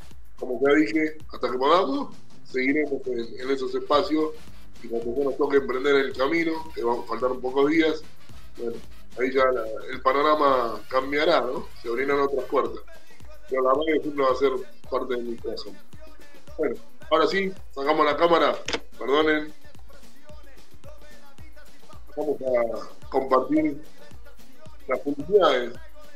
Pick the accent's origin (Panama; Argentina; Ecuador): Argentina; yo soy argentino